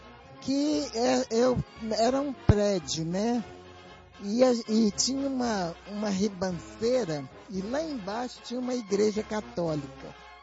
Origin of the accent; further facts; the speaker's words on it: Minas Gerais, Brazil; now in Rio de Janeiro, Brazil; Eu não sou carioca, eu sou mineira. Quando eu vim lá de Minas